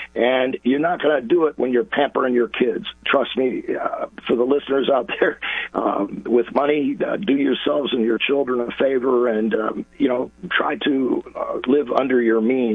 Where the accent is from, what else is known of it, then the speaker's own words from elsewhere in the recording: Gary, Indiana, United States; I was raised poor in Gary, Indiana, which I think is even worse than where Carmine was raised, if that's possible.